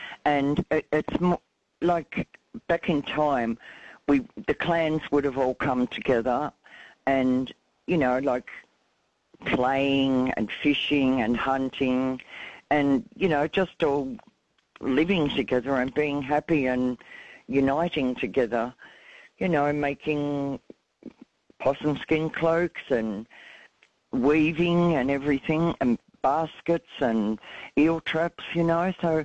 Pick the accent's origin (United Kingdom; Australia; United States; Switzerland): Australia; Gordon, Victoria; I'm from Gordon near Ballarat, and my mob is Wurrung.